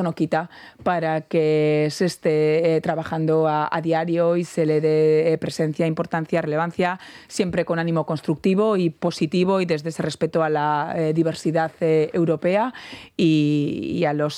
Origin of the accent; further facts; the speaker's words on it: Basque Country, Spain; Y es lo que defendemos como pueblo vasco.